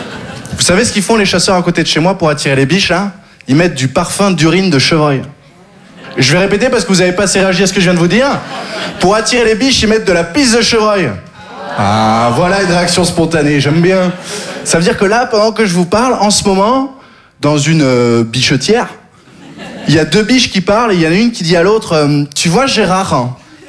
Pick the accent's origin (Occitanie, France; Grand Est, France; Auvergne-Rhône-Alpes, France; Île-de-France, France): Occitanie, France; Je viens du Sud, j'ai grandi dans le Gard. Le Gard, vous connaissez ? Disneyland pour les chasseurs.